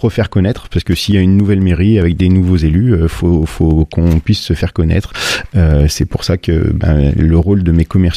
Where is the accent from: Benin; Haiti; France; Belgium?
France; Auvergne-Rhône-Alpes; now in Bourg-en-Bresse, France; Je suis originaire de la région lyonnaise, moi